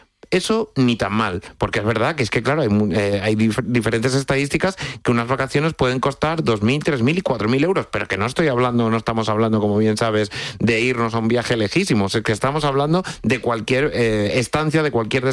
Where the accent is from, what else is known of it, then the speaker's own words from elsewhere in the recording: Extremadura, Spain; La que está cayendo, yo que además que soy extremeño, imagínate lo que me cuentan de por allí, de la que está cayendo en Cáceres y Badajoz